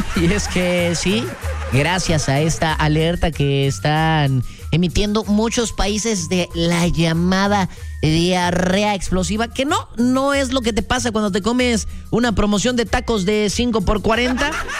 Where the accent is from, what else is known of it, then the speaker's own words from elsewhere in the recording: Mexico; somos mexicanos.